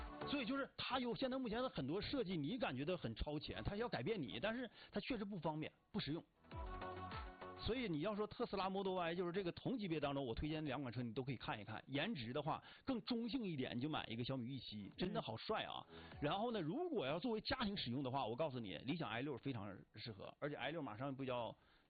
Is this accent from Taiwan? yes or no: no; Northeast China, China; 我作为一个纯纯的东北人